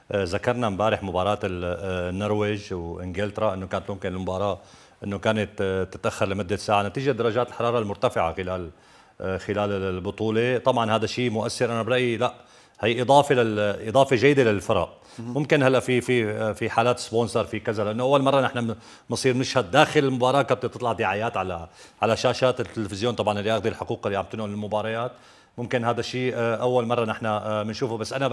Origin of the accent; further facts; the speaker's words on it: Syria; نتشرف فيه اكيد طبعا كسوريين